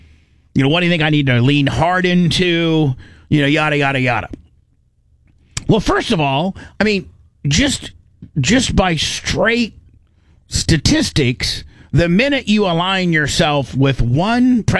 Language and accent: English; Tennessee, United States; you also have to understand, I'm a country guy. I'm from Tennessee.